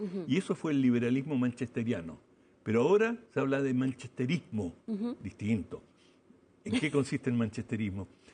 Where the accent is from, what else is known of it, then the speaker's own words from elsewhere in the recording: Chile; así como los chilenos tenemos esta idea del Rey